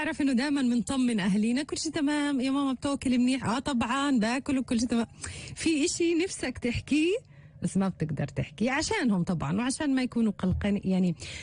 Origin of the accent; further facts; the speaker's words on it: Palestine; accent: Palestinian; لهجتنا الفلسطينية مليئة بالمفردات اللي صعب نترجمها باللغات التانية